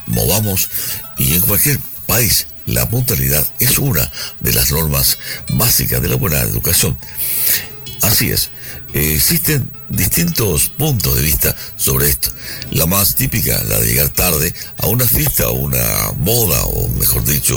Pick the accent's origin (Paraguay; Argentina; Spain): Paraguay; Como paraguayos hemos conseguido convertir en un arte marcial el ser cachafaz con el tema horario.